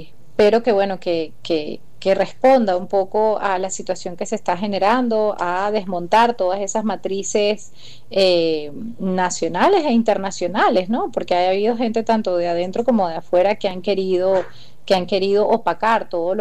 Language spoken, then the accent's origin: Spanish; Venezuela; gracias siempre por estar pendiente de lo que pasa en mi país, en la República Bolivariana de Venezuela.